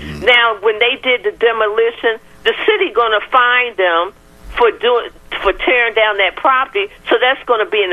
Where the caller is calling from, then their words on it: Philadelphia, Pennsylvania, United States; I'm from North Philadelphia too.